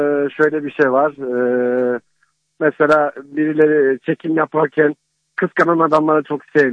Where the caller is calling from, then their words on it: Istanbul, Turkey; Ben İstanbul'dan. İstanbul Üsküdar'dan arıyorum.